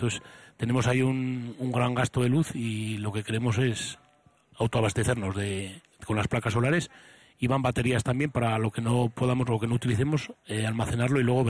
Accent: Kripan, Basque Country, Spain; yo soy muy de Gripán

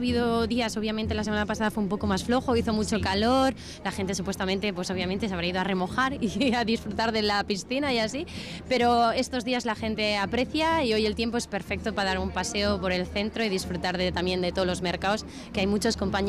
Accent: Vitoria-Gasteiz, Basque Country, Spain; now in Italy; Pues mira, yo soy de Vitoria-Gasteiz, vivo entre Vitoria y Milán, aquí al lado.

